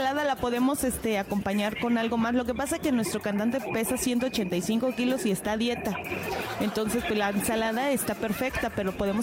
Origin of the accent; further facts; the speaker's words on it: Morelia, Michoacán, Mexico; nosotros somos … somos de aquí de Morelia